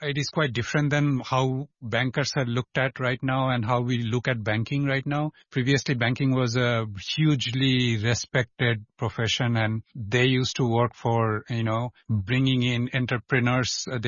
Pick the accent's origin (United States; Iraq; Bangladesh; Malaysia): Bangladesh; as you all know that I am from Bangladesh. My parents were bankers as well, and we used to move around in the country a lot